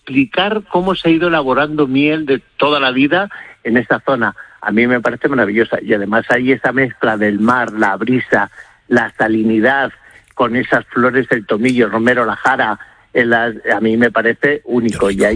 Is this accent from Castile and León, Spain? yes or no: yes; Castile and León, Spain; él era de cerca de mi pueblo, era de Piedrahíta, de al lado